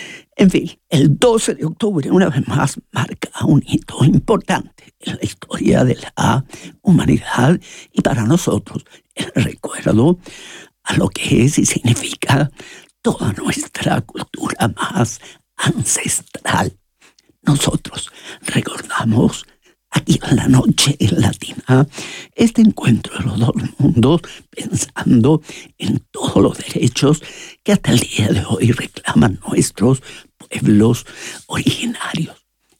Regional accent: Chile; now in Klagenfurt, Austria; En Chile, allá en mi tierra

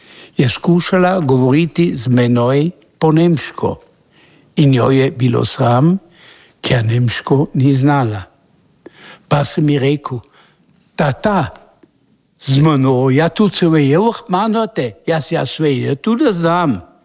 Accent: Škocjan, Carinthia, Austria; born there; accent: Rož dialect; also born or lived in Klagenfurt, Austria / Šmarjeta v Rožu, Austria; naša družina, mama s tremi otroki, smo pribežali iz bombardiranega Celovca v Šmarjetovo rožo na mamin dom. Tam sem se naučil slovenske rožanščine, čeprav me kot meščana tudi tam so skušali nekateri nagovarati po nemško, ker sem bil pač iz mesta. Leta 50 moja preselitev v Škocjan

